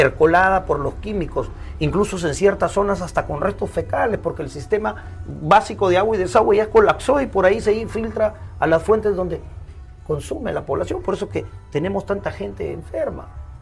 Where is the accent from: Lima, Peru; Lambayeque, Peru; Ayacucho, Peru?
Lambayeque, Peru; Ferreñafe; moved away; also born or lived in Ica; venirme a hacer política a mi tierra, pensando cambiar mi Ferreñafe querido